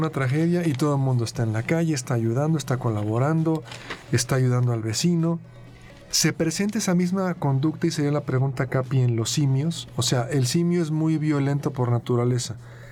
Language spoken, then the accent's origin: Spanish; Mexico; yo soy mexicano, me incluyo